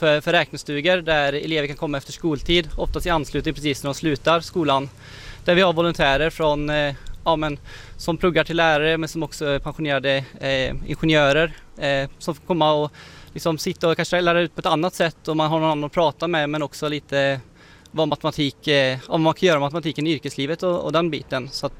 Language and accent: Swedish; Vänersborg, Västra Götaland County, Sweden; jag kommer uppvuxen i Vänersborg, så jag vill bidra tillbaka till där jag kommer ifrån.